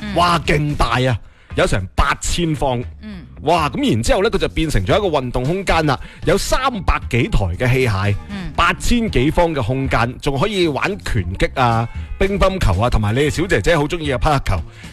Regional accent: Guangdong, China; 对于我哋广东人嚟讲

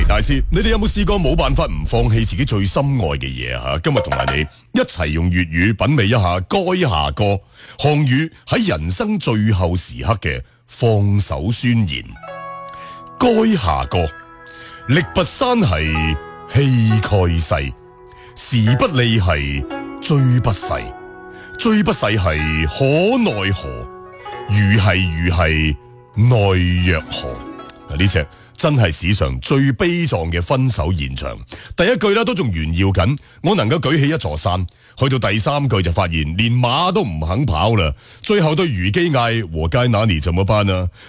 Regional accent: Guangdong, China; 我哋广府人

